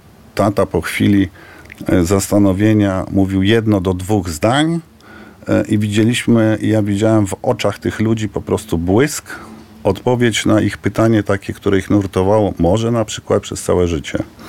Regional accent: Warsaw, Masovian Voivodeship, Poland; born there; I w 68 roku moi rodzice razem z moją siostrą przeprowadzili się z Krakowa do Warszawy. Ja się urodziłem w Warszawie, tak.

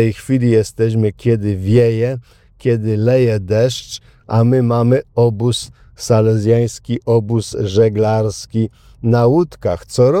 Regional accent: Przyszowa, Lesser Poland, Poland; ja z Przyszowej, to jest wieś w powiecie limanowskim.

